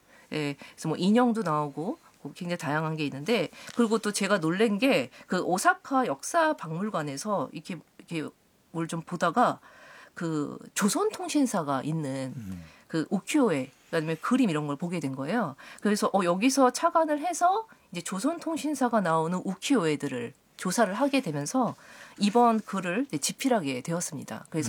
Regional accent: South Korea; 저는 한국인으로서

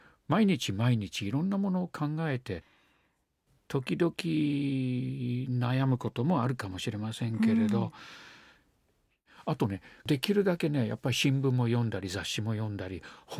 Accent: London, United Kingdom; Japanese is a second language; now in Japan; 僕はもう紛れもなく、1950年代のロンドンで生まれたものだから、青春時代は60年代 … とかその辺の、音楽とともに育った人間、でしかも場所がロンドンですから

